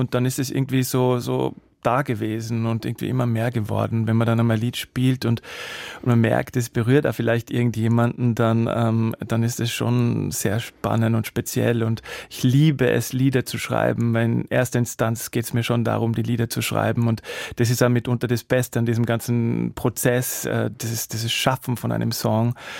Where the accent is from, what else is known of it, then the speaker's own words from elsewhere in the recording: Salzburg, Austria; ich komme wirklich aus Salzburg